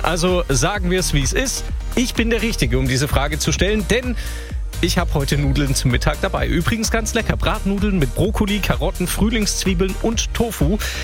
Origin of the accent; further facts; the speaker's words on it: Swabia, Germany; da muss ich als Schwabe sagen